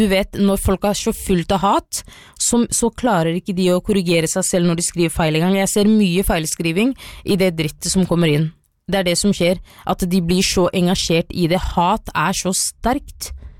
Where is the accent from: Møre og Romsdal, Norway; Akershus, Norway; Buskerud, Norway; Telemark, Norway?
Telemark, Norway; Skien; born there; jeg vokste opp i Skien